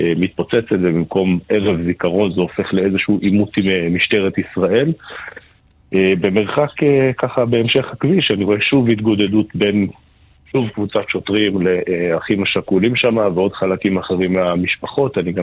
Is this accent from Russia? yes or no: no; Mitzpe Yericho, West Bank, Palestine; הגעתי ליישוב מצפה יריחו, שבו גדלתי